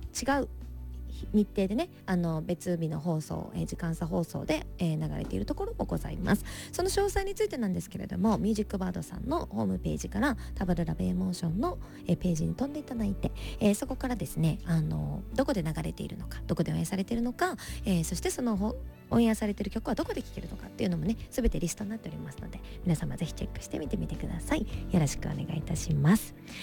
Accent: Hyuga, Miyazaki, Japan; moved away; 私の地元宮崎県日向市

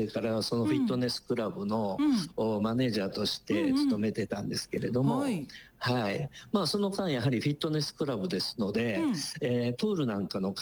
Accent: Osaka, Japan; now in Tokyo, Japan; 私もともと大阪出身でして

